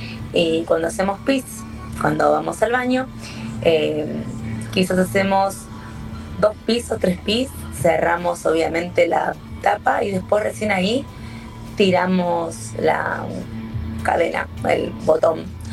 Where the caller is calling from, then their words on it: San Justo, Buenos Aires Province, Argentina; de San Justo, La Matanza